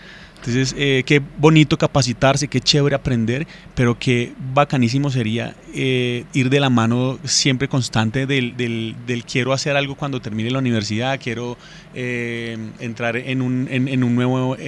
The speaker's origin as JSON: {"language": "Spanish", "country": "Colombia", "said": "mi país, a Colombia. Soy colombiano"}